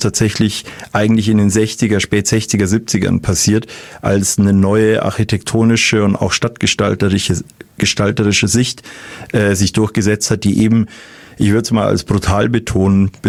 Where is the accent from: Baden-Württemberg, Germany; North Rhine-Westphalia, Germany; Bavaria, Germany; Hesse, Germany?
Bavaria, Germany; Munich; born there; Persönlich, ich bin in München geboren